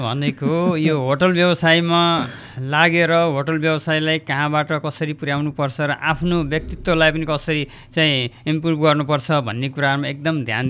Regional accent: Khajura, Lumbini Province, Nepal; मेरो बाल्यकाल म यहीँ बाँकी जिल्ला खजुरा गाउँपालिका वडा नम्बर 2K गाउँ 19 नम्बर भन्ने प्लट नम्बरमा चाहिँ मेरो जन्म भएको हो।

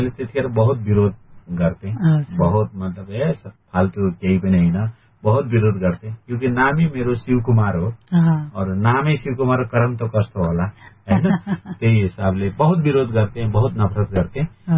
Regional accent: Birkot, Lumbini Province, Nepal; now in India; मेरो गाउँ बिरकोट हो, जिल्ला पाल्पा हो, र म त्यतिखेर सानै थिएँ, त्यो आमा बित्नु भयो, र आमा बितेर फेरि बुवाले अर्को बिहा गर्नुभयो।

